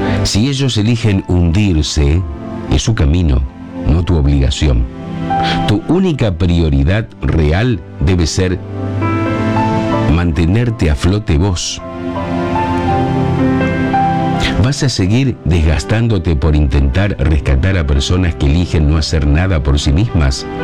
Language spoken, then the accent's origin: Spanish; Arequito, Santa Fe, Argentina; de Arequito, mi pueblo.